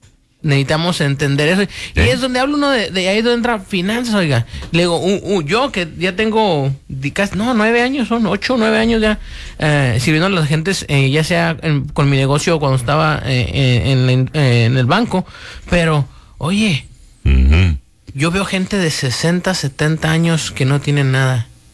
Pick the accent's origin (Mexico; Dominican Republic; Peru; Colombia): Mexico; Ay, te digo, ¿qué más quisiéramos, oye, como mexicanos?